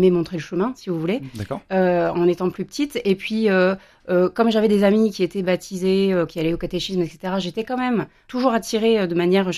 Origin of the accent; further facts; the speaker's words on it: Lunel, Occitanie, France; Oui, alors moi donc … je suis originaire de Lunel. Je travaille en tant que juriste, j'ai 42 ans, je suis maman de 3 enfants, mariée.